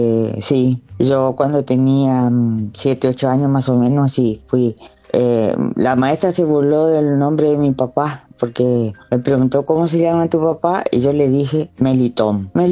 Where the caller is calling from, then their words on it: Santa Fe, Argentina; de la Tranquera de Santa Fe.